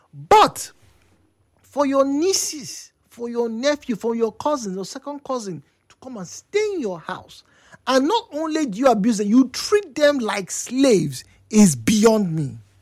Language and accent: English; Nigeria; it's something that, as a Nigerian, and maybe as a human being, and probably as an African human being, you know, you probably have had a personal experience.